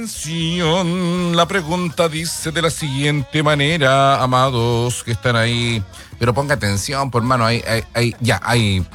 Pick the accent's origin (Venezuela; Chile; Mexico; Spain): Chile; para nosotros como cristianos chilenos